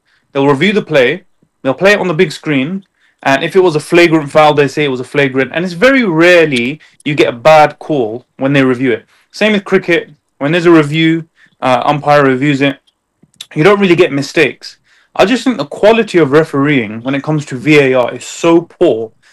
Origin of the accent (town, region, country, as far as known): United Kingdom